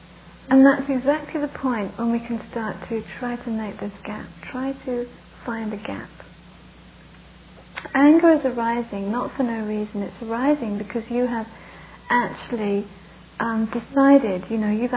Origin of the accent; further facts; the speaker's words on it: England, United Kingdom; I'm English, so I was brought up to repress them.